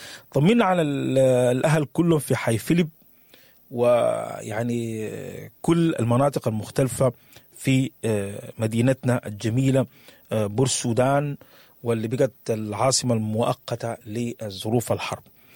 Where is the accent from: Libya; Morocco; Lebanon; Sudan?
Sudan; بالنسبة لبلدنا السودان